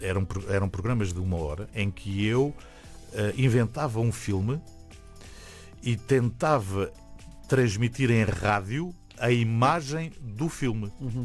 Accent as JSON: {"language": "Portuguese", "town": "Reguengos de Monsaraz", "region": "Alentejo", "country": "Portugal", "said": "E um dia, no Alentejo, eu sou de Reguengos, resolvemos cinco amigos, fomos dar uma volta de carro"}